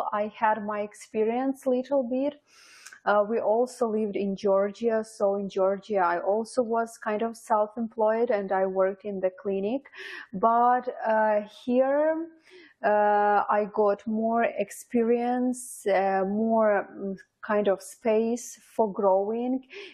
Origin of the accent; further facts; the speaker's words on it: Ukraine; now in Windsor, Canada; I'm from Ukraine, but I have been in Canada already 3.5 years and I have a small business here.